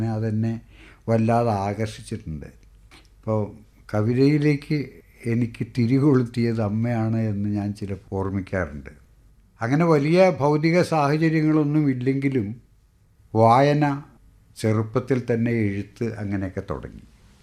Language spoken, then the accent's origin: Malayalam; Thuravoor, Kerala, India; also born or lived in Kozhikode; എന്റെ ബാല്യം ആലപ്പുഴയിൽ ചേർത്തല തുറവൂരായിരുന്നു. അവിടെ Thuravoor U P school, T D high school എന്നിവിടങ്ങളിലായിരുന്നു വിദ്യാഭ്യാസം.